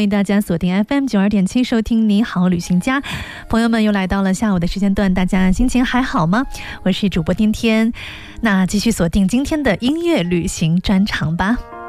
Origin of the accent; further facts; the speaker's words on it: Lianyungang, Jiangsu, China; 家门口咱们连云港咱们的家乡